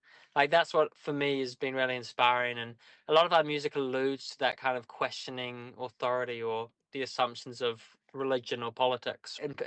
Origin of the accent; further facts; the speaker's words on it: New Zealand; also born or lived in Australia; Well, it's interesting growing up in New Zealand and Australia.